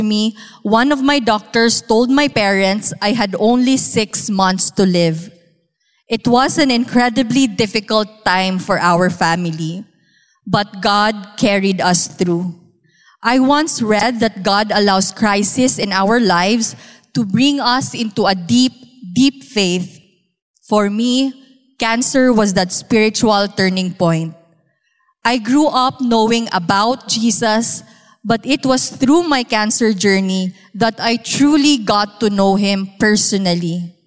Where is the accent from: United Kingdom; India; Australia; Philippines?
Philippines; Cagayan de Oro, Northern Mindanao; I underwent surgery in my hometown of Cagayan de Oro